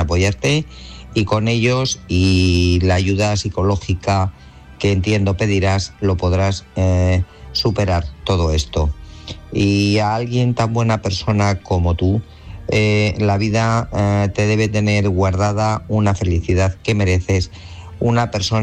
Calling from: Guadalajara, Castilla-La Mancha, Spain; de Guadalajara.

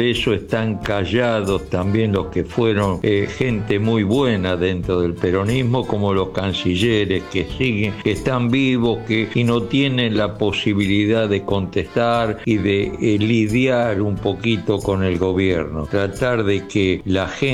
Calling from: Ramos Mejía, Buenos Aires Province, Argentina; de Ramos Mejía

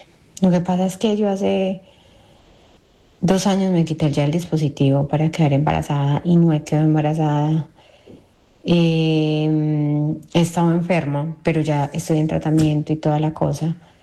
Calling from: Belgium; Les hablo desde Bélgica.

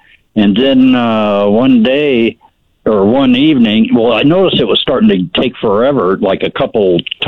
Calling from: Boise, Idaho, United States; I was in my house here in Boise for 26 years

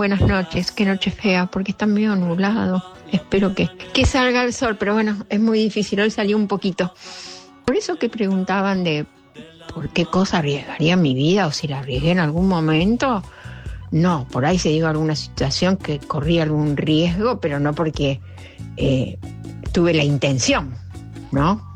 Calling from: Santos Lugares, Buenos Aires Province, Argentina; de Santos Lugares.

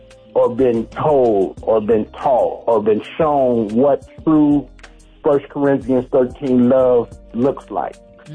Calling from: Austin, Texas, United States; I'm calling from Austin, Texas.

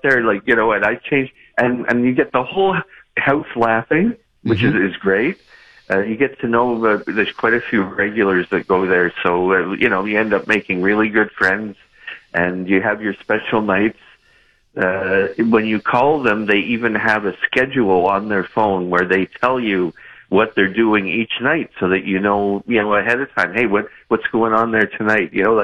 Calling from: Montreal, Quebec, Canada; From Verdun, West End Verdun.

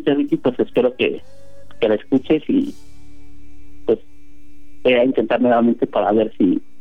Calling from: Toluca, State of Mexico, Mexico

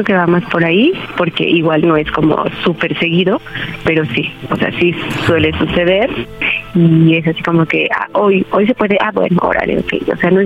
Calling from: Guadalajara, Jalisco, Mexico; 34, de Guadalajara.

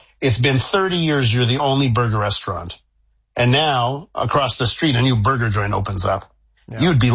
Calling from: Quebec, Canada; Listen, you know, in Quebec, I come to you from Soviet Quebecistan, as you know.

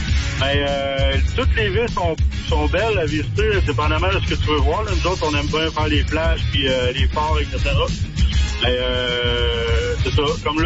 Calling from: Victoriaville, Quebec, Canada

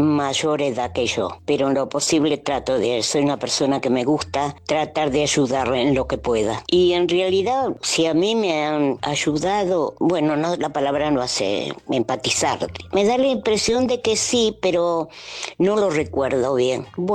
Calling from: Luján, Buenos Aires Province, Argentina; de Luján.

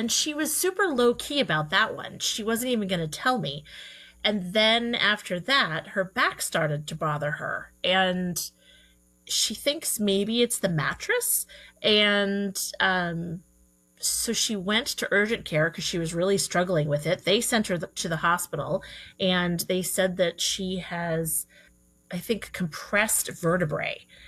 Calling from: Newtown, Pennsylvania, United States; And so here I am dialing in from Newtown, Pennsylvania.

